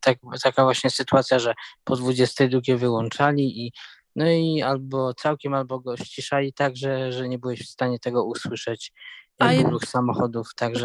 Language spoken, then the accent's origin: Polish; Kraków, Lesser Poland, Poland; now in Jaworzno, Poland; Kraków jakoś, moje rodzinne miasto